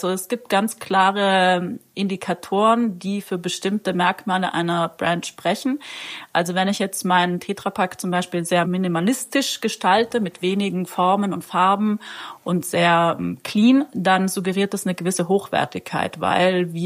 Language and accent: German; Trentino-Alto Adige, Italy; Ja, ich komme nämlich aus Südtirol